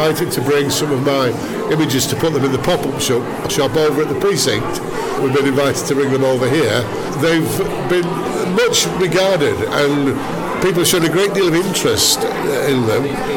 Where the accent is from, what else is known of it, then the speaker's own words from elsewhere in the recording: Dewsbury, Yorkshire and the Humber, United Kingdom; moved away; Born and bred in Dewsbury, and I'm 70 next week. I went to Wilrack Grammar School, four boys